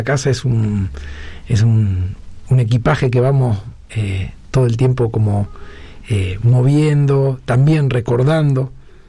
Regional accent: Rosario, Santa Fe, Argentina; now in Buenos Aires, Argentina

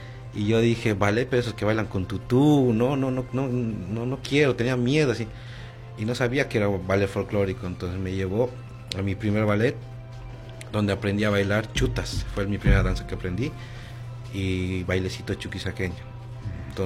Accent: La Paz, Bolivia; yo soy de La Paz, Bolivia.

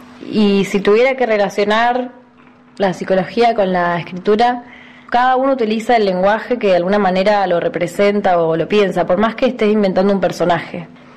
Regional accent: Neuquén, Argentina; tengo 26 años y vivo en Neuquén de toda mi vida. Soy psicóloga

